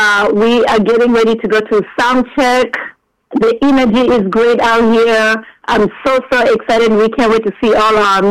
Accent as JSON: {"language": "English", "country": "Kenya", "lives_now": "Las Vegas, United States", "said": "I'm originally from Kenya. That's in East Africa."}